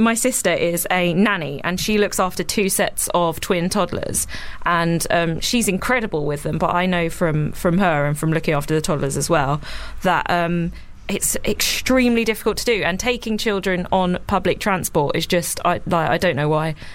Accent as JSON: {"language": "English", "area": "Sussex", "region": "South East England", "country": "United Kingdom", "said": "I'm from Sussex."}